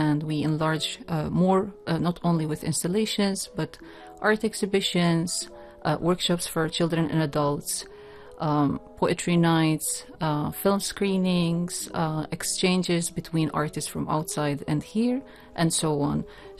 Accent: Kosovo; now in Oman; I'm Albanian from Kosovo. I reside here in Oman.

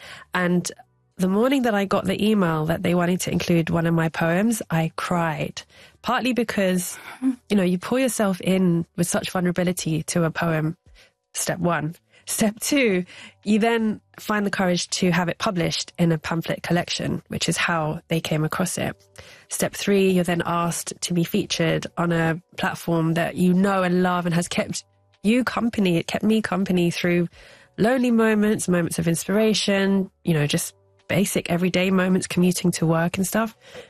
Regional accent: London, United Kingdom; Growing up in London as someone of Indian heritage, but completely British as well

